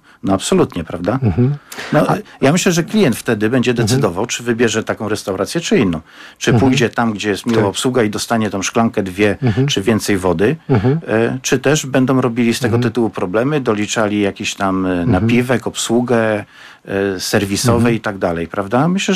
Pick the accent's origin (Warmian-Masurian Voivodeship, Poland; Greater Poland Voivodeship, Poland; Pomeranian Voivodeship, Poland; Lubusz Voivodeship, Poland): Lubusz Voivodeship, Poland; Zielona Góra; pochodzę z Zielonej Góry